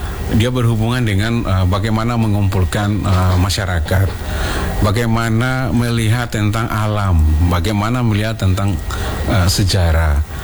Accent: Maluku, Indonesia; Nah, karena kita orang Maluku ini ya, identik dengan musik, sering disampaikan ya dena orang musik itu, orang Ambon itu musik. Nah, sejak lahir sudah nyanyi.

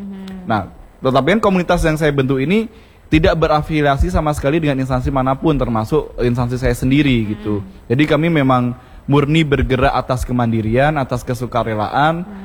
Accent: Java, Indonesia; moved away; Pertama, saya nggak punya teman kan, karena saya dari Jawa sendiri nih ke sini.

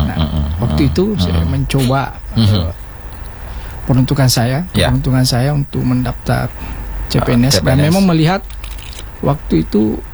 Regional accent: Pinrang, South Sulawesi, Indonesia; moved away; kampung saya itu di Pinrang

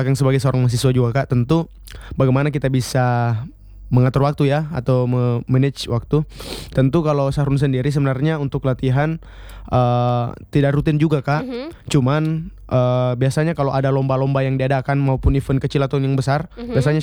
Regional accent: North Kolaka, Southeast Sulawesi, Indonesia; Saya dari Kolaka Utara.

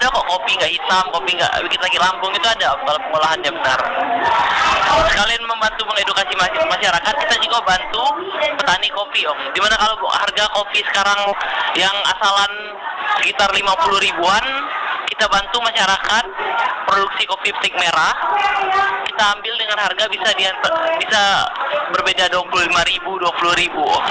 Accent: Kepahiang, Bengkulu, Indonesia; Saya asli Kepahyang, lahir di Kepahyang. Kepahyang itu dataran tinggi, yo. Bisa di 600 sampai 1.200, 1.300 mdpl.

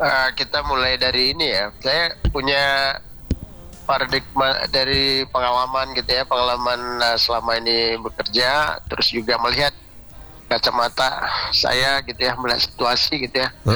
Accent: Sabang, Aceh, Indonesia; born there; tempat kelahiran saya di Sabang ya. Di Sabang.

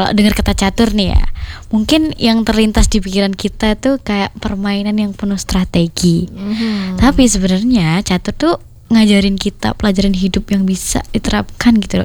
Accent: Ngawi, East Java, Indonesia; also born or lived in Madiun; Merantau, kan aku asalnya Ngawi nih, Kak. Nah, aku merantau ke Madiun.

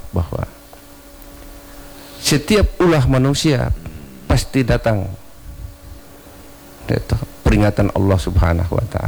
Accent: North Maluku, Indonesia; moved away; Jadi saya kemarin ke sana, ke Halmahera, ke kampung saya.

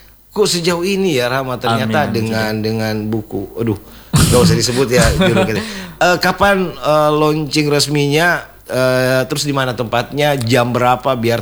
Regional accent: Sangihe, North Sulawesi, Indonesia

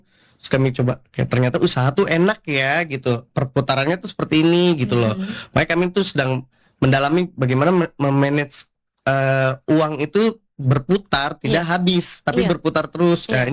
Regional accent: Jakarta, Indonesia; Kebetulan saya asli dari Jakarta.

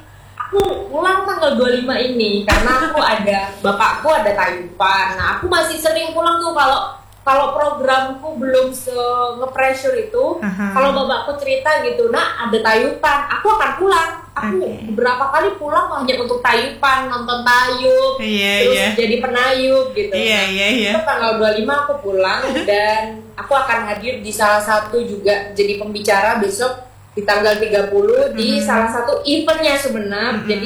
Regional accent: East Java, Indonesia; tidak hanya dari sudut pandang aku sebagai orang Madura gitu. Orang-orang yang di luar Madura bahkan lebih tertarik mungkin dengan budaya kita gitu.

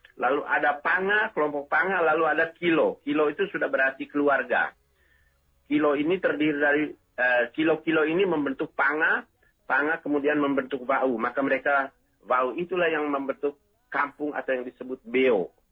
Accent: East Nusa Tenggara, Indonesia; orang Manggarai itu merasa bahwa kami ini orang Manggarai petani

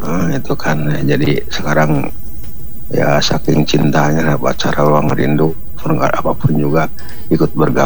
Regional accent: Bandung, West Java, Indonesia; now in Bogor, Indonesia; Ya dari Jawa Barat yang kebetulan saya dari Bandung Timur tapi sekarang lagi ada di Bogor.

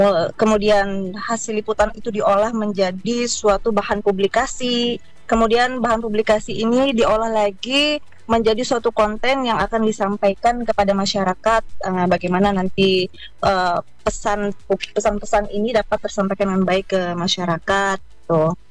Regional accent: Sampit, Central Kalimantan, Indonesia; also born or lived in Yogyakarta; asli Sampit ya. Bapak Jogja, dulu juga sempat 11 tahun di Jogja waktu kuliah. Cuman setelah bekerja kembali ke daerah, domisili memang di sini sekarang. Dan sudah membangun keluarga kecil di sini, di Sampit.

